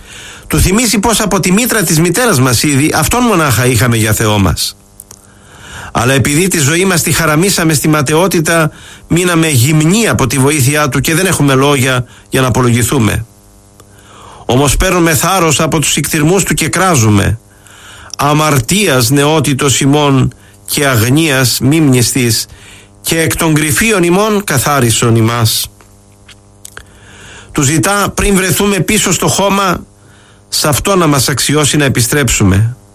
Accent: Crete, Greece; Στην πατρίδα μου την Κρήτη λένε οι παλαιότεροι

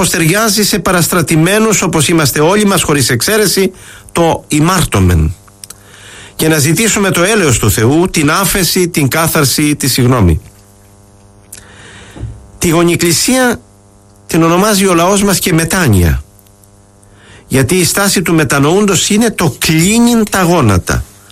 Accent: Crete, Greece; Στην πατρίδα μου την Κρήτη

